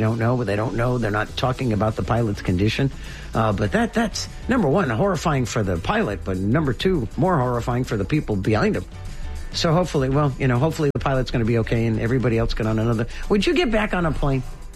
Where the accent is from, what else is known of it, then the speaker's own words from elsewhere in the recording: New England, United States; And growing up in New England, what happens is they naturally do it because the grass dies in the winter.